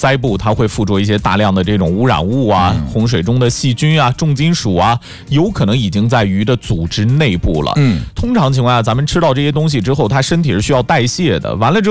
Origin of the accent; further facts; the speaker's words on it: Fuzhou, Fujian, China; 就是为什么咱们福州人很少去吃一些内河的鱼？